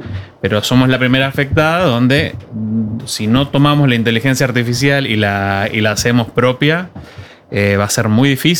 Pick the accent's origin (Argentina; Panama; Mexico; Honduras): Argentina; Tierra del Fuego; moved away as an adult; also born or lived in Tucumán, Argentina / Rosario, Argentina / Spain; now in Norway; Soy tucumano. Me crié en Tierra del Fuego y después, bueno, en la universidad donde conocí a mi esposa y demás, en Rosario.